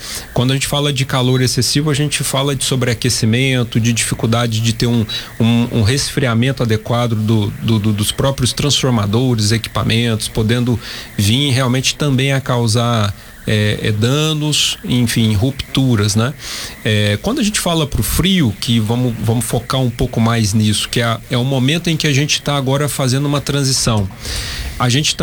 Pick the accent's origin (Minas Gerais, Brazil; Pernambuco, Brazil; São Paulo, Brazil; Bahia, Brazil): Minas Gerais, Brazil; Passos; now in Anápolis, Brazil; Que é Minas Gerais, né? A região natal, de onde vim.